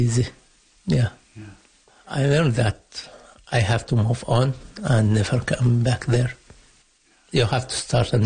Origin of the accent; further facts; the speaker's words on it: Yemen; moved away as an adult; now in Winnipeg, Canada; I'm 36 years old. I'm from Yemen. I moved here last year. I attend the Pride here in Winnipeg